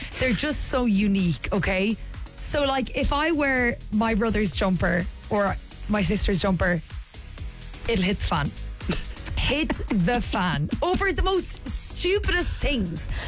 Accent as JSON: {"language": "English", "town": "Limerick", "region": "Munster", "country": "Ireland", "lives_now": "Dublin, Ireland", "said": "because obviously I live up in Dublin, I'm from Limerick, you go home and you realise all these little things."}